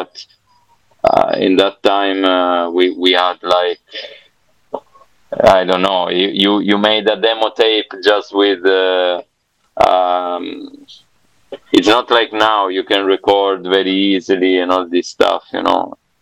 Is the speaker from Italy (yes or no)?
yes; Southern Italy, Italy; I was also very far, I mean, the Deep South, like Ahmed, who is, we are both from the Deep South. And it's not like being in Milan, you know.